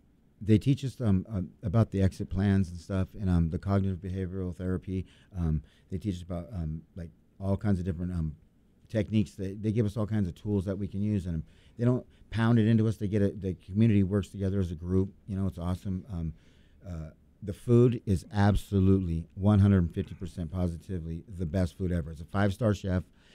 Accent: Lake Havasu City, Arizona, United States; I'm from Lake Havasu.

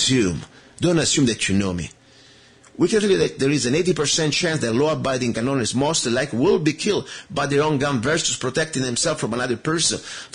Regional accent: Italy; moved away as an adult; now in United States; I'm from Italy, as you know. I came to America about 19 years ago. And I grew up in Italy.

